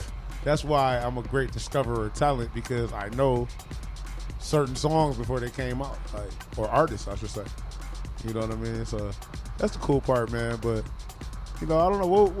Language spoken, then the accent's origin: English; Detroit, Michigan, United States; Even though I'm from Detroit, Damon's.